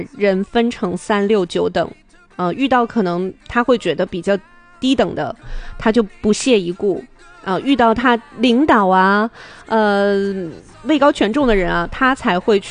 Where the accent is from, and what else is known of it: Harbin, Heilongjiang, China